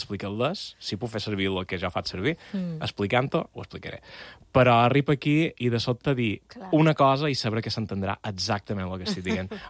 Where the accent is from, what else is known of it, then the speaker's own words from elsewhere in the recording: Balearic Islands, Spain; moved away; com a mallorquí que no viu a Mallorca, sí que viu a Catalunya, sí que viu en català, en el meu cas en mallorquí